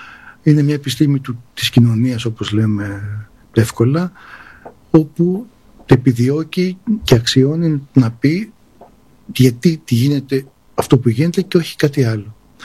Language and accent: Greek; Piraeus, Attica, Greece; Γεννήθηκα σε προσφυγικές συνοικίες, μεγάλωσα και ένα κομμάτι και στο λιμάνι του Πειραιά